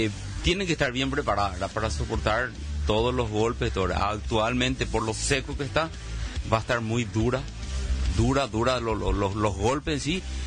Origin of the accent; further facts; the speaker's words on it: Lambaré, Central, Paraguay; yo soy de Lambaré